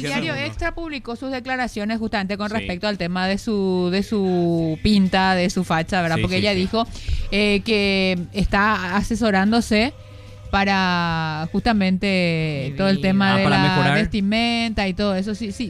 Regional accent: Encarnación, Itapúa, Paraguay

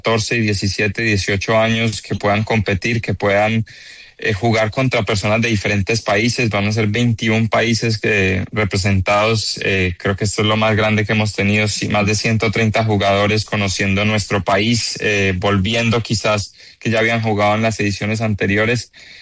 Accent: Colombia

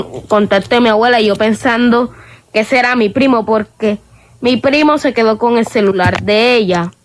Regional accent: Cartagena, Bolívar, Colombia; Bueno, pues vea que yo soy de acá, de Cartagena

